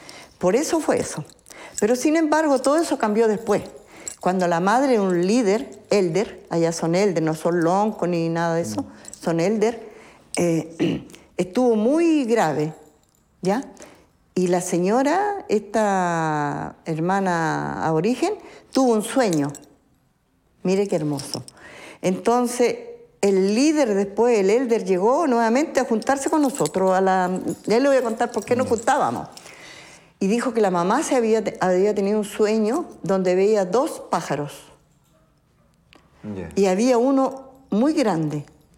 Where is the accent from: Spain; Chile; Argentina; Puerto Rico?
Chile; moved away as an adult; also born or lived in Australia; y nosotros habíamos como 4 chilenos